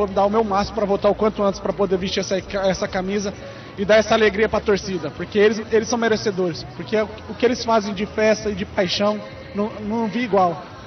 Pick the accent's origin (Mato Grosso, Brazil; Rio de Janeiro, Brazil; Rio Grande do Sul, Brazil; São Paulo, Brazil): Mato Grosso, Brazil; Claudia; moved away; Como foi quando eu saí de Cláudia, Mato Grosso, uma cidade muito pequena.